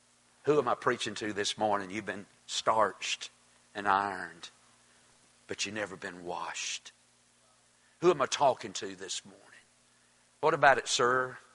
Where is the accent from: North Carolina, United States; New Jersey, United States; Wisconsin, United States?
North Carolina, United States; Toast; I'm from Toast, North Carolina. I ain't been nowhere much in my life.